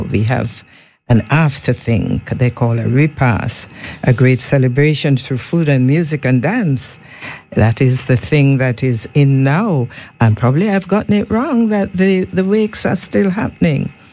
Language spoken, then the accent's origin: English; Trials, Montserrat; where I grew up in Trials